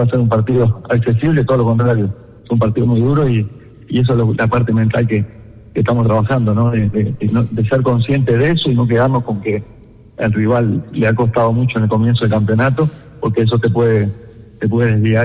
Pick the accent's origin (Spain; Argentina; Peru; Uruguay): Uruguay; Bueno, soy uruguayo, como ustedes decían